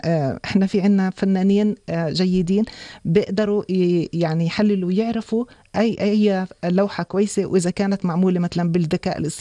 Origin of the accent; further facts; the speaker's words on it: Jordan; إحنا عندنا بالأردن في بس معضلة صغيرة أنه قلة النقاد